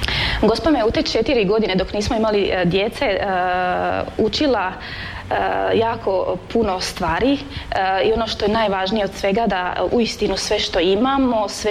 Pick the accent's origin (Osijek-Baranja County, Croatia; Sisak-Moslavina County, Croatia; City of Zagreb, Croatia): Osijek-Baranja County, Croatia; Strizivojna; dolazim iz Slavonije, mjesto Strizivojna pored Đakova. Supruga sam i majka šestero sinova. Moja obitelj je kršćanska